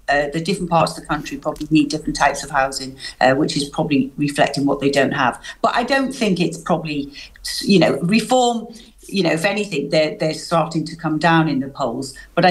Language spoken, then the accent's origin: English; Knowsley, North West England, United Kingdom; moved away; where I grew up in Knowsley